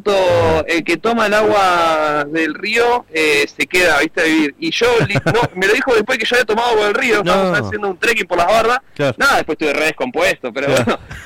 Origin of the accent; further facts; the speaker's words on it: La Plata, Buenos Aires Province, Argentina; moved away as an adult; now in Cipolletti, Argentina; Yo soy platense, pero me raptó hace ya como 3 años, me trajo para acá.